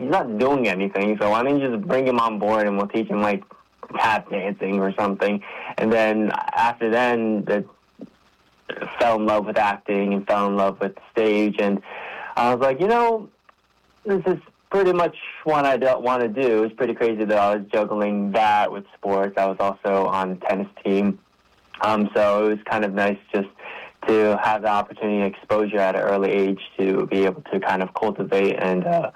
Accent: New Jersey, United States; they moved here when I was a, they moved here before I was born, and we grew up in New Jersey. So it was nice growing up in a household that had, you know, speaking language, Japanese.

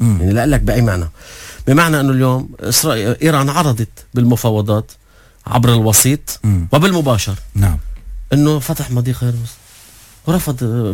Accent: Lebanon; هذا لأنه سياديا أنا كلبناني سيادي أرفض أنه رئيس جمهوريتي يروح يعمل أي تنازل مع حدا محتلني

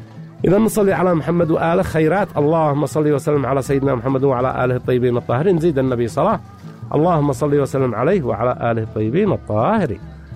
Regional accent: Yemen; عندنا في اليمن.

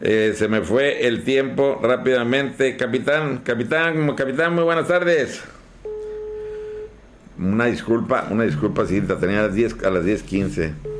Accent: Baja California, Mexico; la gente del Valle Mexicali, que somos muy afines a tener muchas cosas en nuestros patios

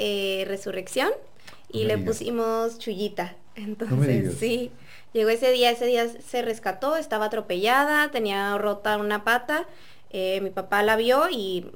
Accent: Tijuana, Baja California, Mexico; soy una joven de 28 años, soy de Tijuana, nací, crecí en Tijuana, nací en las 5:10, entonces dice mi papá que no puedo ser más tijuanense

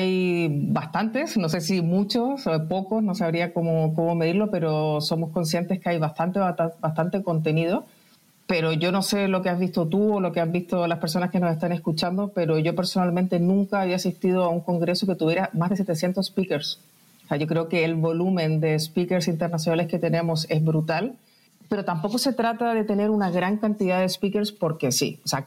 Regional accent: Chile; moved away as an adult; now in Spain; soy chilena que lleva más de 25 años en España.

